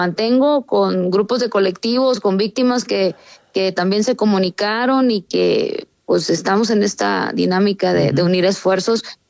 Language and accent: Spanish; Sinaloa, Mexico; a veces mi tono, a veces mi forma, pues soy norteña, soy sinaloense, uh-huh.